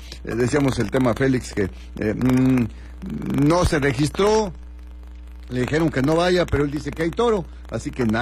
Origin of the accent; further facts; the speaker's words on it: Mexico; los mexicanos somos buenos para el despapalle, somos buenos para el relajo, somos muy ingeniosos